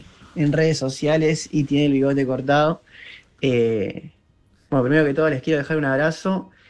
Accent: Buenos Aires, Argentina; no soy de Palermo, soy de San Telmo desde que nací.

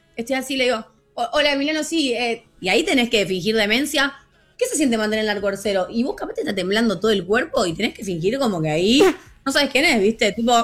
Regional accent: Argentina; no piensan que soy argentina

